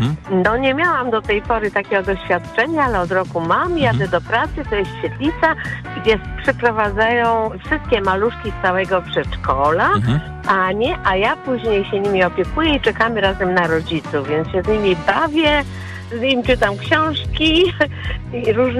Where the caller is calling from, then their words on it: Masovian Voivodeship, Poland; bo ja mieszkam pod Warszawą, niedaleko.